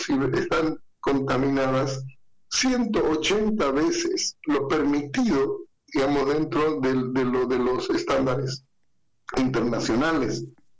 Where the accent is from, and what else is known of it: Bolivia